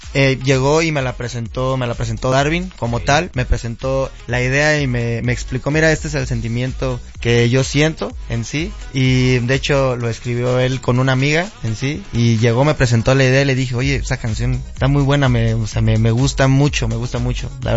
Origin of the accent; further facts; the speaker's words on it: Morelos, Mexico; yo soy de Morelos, soy originario de Morelos